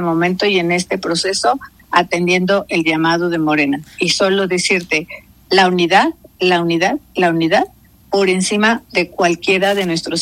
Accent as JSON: {"language": "Spanish", "region": "Guerrero", "country": "Mexico", "tie": "born or raised there", "moved": "yes", "said": "hoy empiezo regresando en donde yo dejé mi semilla, mi ombligo y mi corazón, que es mi patria chica y que es Guerrero."}